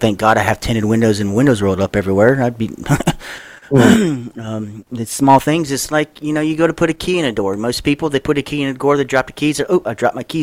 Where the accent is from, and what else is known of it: Louisiana, United States; born or raised there